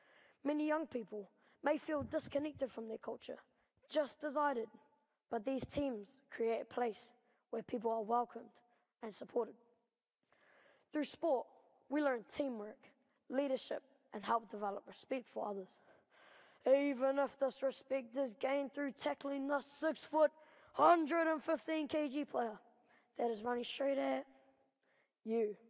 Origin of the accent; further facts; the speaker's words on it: Timaru, Canterbury, New Zealand; Growing up in Timaru, I was raised not knowing much about my Māori culture or background.